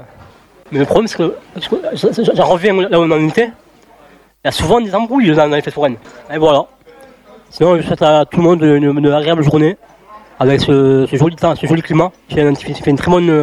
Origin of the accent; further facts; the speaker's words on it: Algeria; Et moi je suis un Algérien, donc les Algériens sont habitués aux fortes chaleurs.